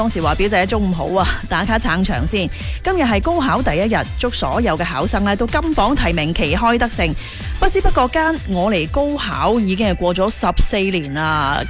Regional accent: Guangdong, China

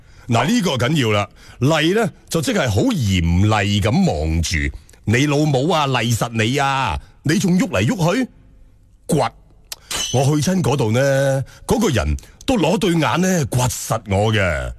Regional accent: Guangzhou, Guangdong, China; accent: Guangzhou Cantonese; 呢点呢同我哋广州话讲嘅眯就好唔一样。所以有乜法子我山东个 friend 唔听到头晕呢？今日讲住咁多先啦，

